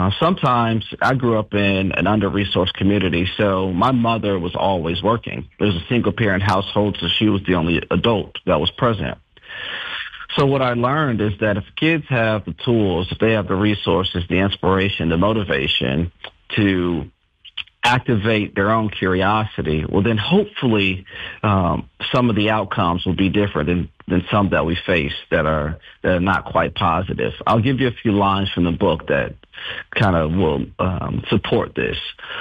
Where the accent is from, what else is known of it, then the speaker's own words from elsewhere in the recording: Valdosta, Georgia, United States; Yeah, I grew up in Valdosta, Georgia, a small town in South Georgia.